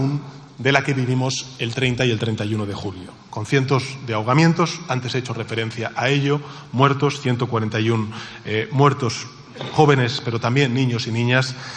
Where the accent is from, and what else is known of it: Spain